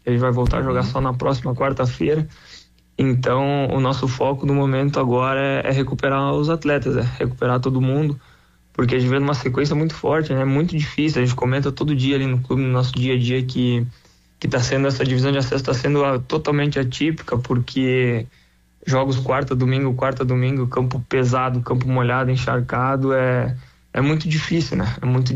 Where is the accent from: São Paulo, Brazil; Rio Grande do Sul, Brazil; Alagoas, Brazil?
Rio Grande do Sul, Brazil; Erechim; É, eu sou gaúcho de Erechim, uma cidade do lado de Jacutinga